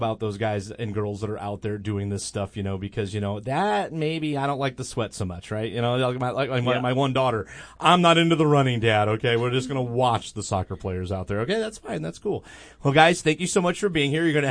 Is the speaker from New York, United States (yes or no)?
no; Chicago, Illinois, United States; I'm from Chicago, Bonzi, so I want the money.